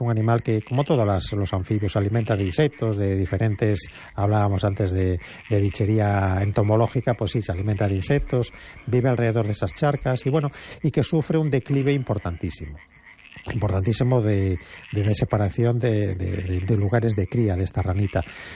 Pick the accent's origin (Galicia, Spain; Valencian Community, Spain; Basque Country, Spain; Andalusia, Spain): Galicia, Spain